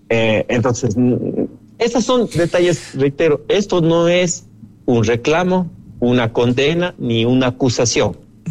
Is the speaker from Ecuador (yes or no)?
yes; Ecuador